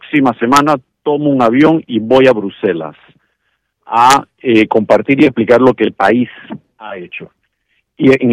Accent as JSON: {"language": "Spanish", "country": "Panama", "said": "Realmente ahí me sentí como panameño orgulloso, es decir, los panameños podemos hacer lo que prometemos"}